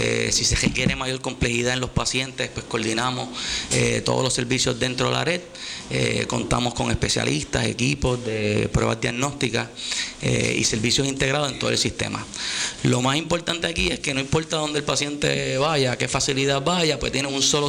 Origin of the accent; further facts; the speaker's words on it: Moca, Puerto Rico; now in Cabo Rojo, Puerto Rico; Yo soy natural de Moca, vivo en Cabo Rojo.